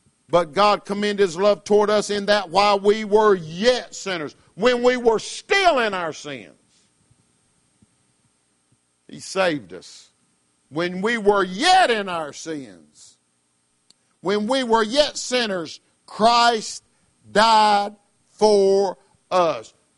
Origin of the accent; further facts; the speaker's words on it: the South, United States; And I meant to say ain't. I'm from the South.